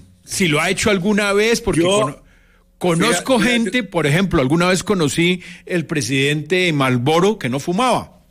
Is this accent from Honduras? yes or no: no; Colombia; now in Bogotá, Colombia; Realmente en el suroccidente colombiano le llamamos caramelos.